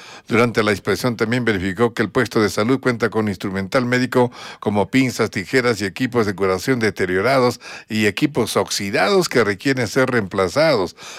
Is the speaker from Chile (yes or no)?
no; Arequipa, Peru; nuestra región. Hablo de Arequipa, porque esto está aquí en Arequipa